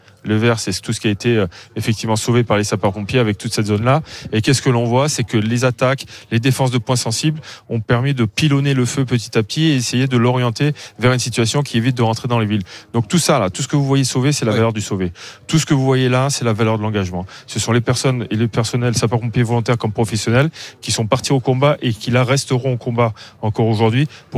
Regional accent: Provence-Alpes-Côte d'Azur, France; même si je viens des Alpes-Maritimes

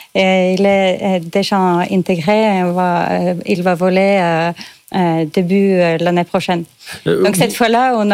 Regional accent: Norway; now in France; je suis norvégienne et j'ai grandi près de Hanoï

